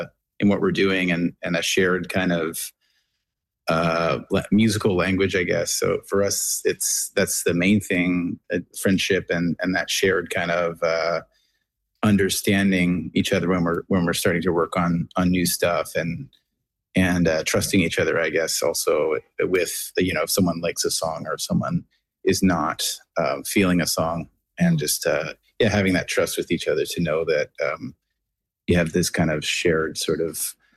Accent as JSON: {"language": "English", "region": "Nova Scotia", "country": "Canada", "tie": "born or raised there", "said": "I heard about the story, but I didn't realize how close it was to my hometown. Because it was the Shag Harbor, and I always knew the town as Clark's Harbor"}